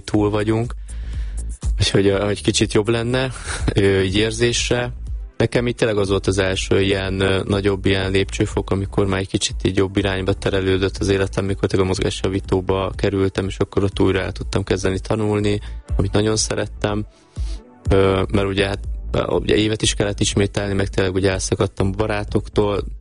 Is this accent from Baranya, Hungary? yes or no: yes; Nagyváty, Baranya, Hungary; ugye a apukám maradt otthon a bátyámmal, ugye Pécs mellett, Nagyvátyon, uh-huh. Ugye a szülőfalumba